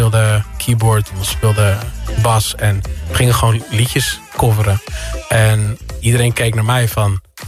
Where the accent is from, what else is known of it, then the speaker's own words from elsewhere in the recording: Sint Pancras, North Holland, Netherlands; Ik groeide op in Sint Pancras in Noord-Holland.